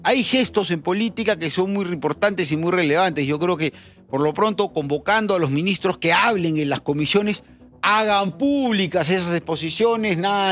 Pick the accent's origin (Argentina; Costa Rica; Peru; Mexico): Peru; Nosotros somos peruanos, la vamos a aguantar y parar de pecho.